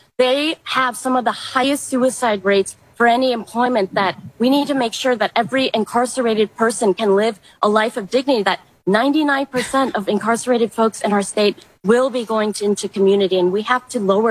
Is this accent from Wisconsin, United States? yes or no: yes; Madison, Wisconsin, United States; born or raised there